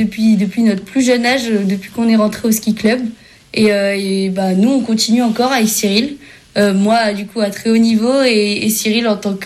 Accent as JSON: {"language": "French", "town": "Ceillac", "region": "Provence-Alpes-Côte d'Azur", "country": "France", "tie": "born or raised there", "moved": "yes", "said": "je viens de Seillac, dans les Hautes-Alpes. C'est là où j'ai appris à skier, où j'ai grandi et où je reviens dès que j'ai un peu de temps aujourd'hui."}